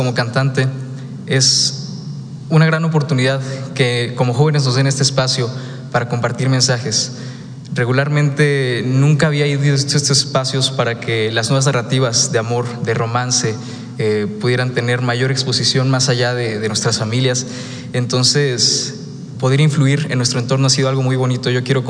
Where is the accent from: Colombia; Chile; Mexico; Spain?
Mexico